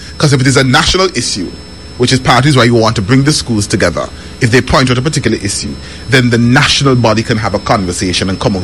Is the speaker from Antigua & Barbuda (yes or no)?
yes; All Saints, Saint John, Antigua & Barbuda; Because I'm from All Saints, went to schools in the city.